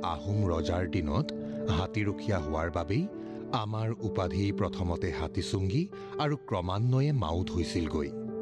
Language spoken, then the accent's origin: Assamese; Tongna Nagaon, Assam, India; born there; মোৰ জন্ম হৈছিল অসম অৰুণাচল সীমান্তৰ কৈলাশপুৰৰ টঙনা নগাঁও নামৰ গাঁৱত। মানুহে আমাৰ গাঁওখন বেতনী গাঁও বুলিছিল।